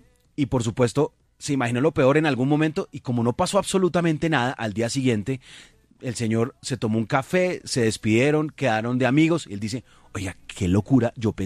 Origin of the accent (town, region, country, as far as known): Colombia